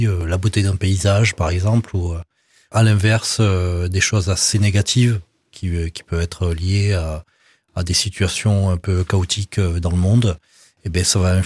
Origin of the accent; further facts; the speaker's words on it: Réunion; Et donc inspiré des racines réunionnaises, puisque je viens de La Réunion.